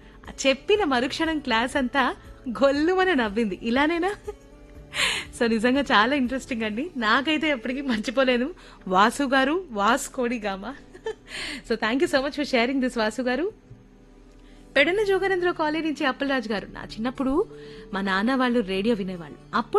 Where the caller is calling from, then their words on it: Proddatur, Andhra Pradesh, India; ప్రొద్దుటూరు, కడప జిల్లా నుంచి.